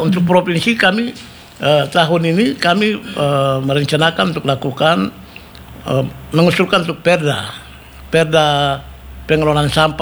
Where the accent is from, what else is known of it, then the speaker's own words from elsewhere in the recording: Yogyakarta, Special Region of Yogyakarta, Indonesia; Kalau kita lihat misalnya di kota-kota macam Jogja, saya dari Jogja.